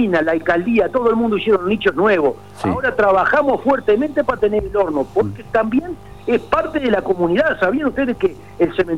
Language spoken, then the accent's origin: Spanish; Maldonado, Uruguay; yo soy de Maldonado.